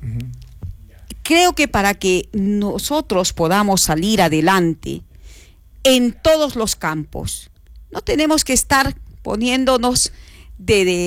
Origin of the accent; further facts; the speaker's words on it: Arequipa, Peru; somos arequipeños